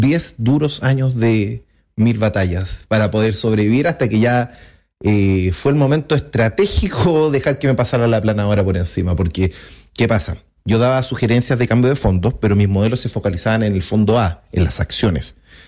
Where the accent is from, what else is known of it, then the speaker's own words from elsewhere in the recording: Antofagasta, Chile; me crié en el San Luis, Antofagasta, Colegio de Hombres.